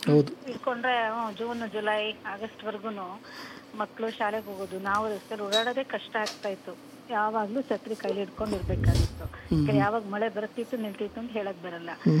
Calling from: Hassan, Karnataka, India; Sir, ಹಾಸನದಿಂದ.

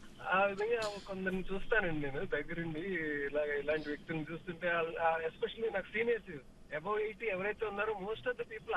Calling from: Hyderabad, Telangana, India; నేను హైదరాబాద్ నుంచి మాట్లాడుతున్నాను.

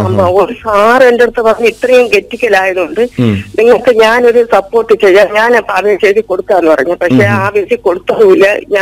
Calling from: Panikkoottil, Kerala, India; പനിക്കൂട്ടിൽ നിന്നാ വിളിക്കുന്നത്.

